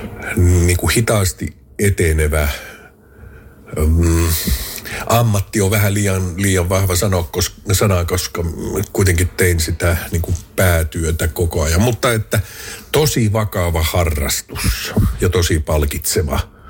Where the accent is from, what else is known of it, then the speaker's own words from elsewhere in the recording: Outokumpu, North Savo, Finland; Olen maalta kotoisin ja vaatimaton koti.